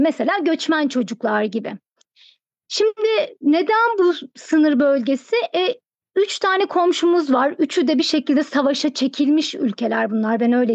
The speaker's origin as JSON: {"language": "Turkish", "region": "Thrace", "country": "Turkey", "said": "Ege'de yürüseydin, Trakya'da yürüseydin, ben Trakyalıyım."}